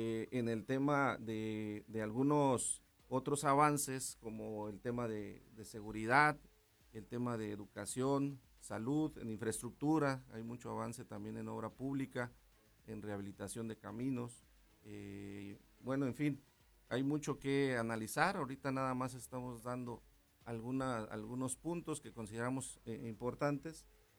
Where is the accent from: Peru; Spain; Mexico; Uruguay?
Mexico; para nosotros como mexicanos